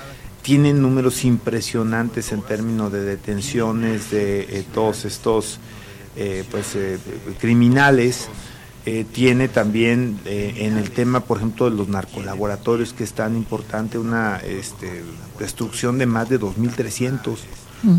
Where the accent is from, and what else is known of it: Mexico